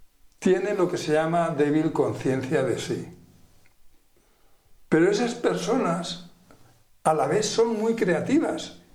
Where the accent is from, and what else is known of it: Aragon, Spain